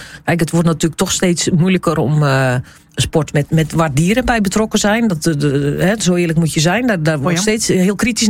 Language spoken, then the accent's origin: Dutch; Zoutelande, Zeeland, Netherlands; also born or lived in Meliskerke; want ik ben dan zelf van Zoutelanden en Meliskerken.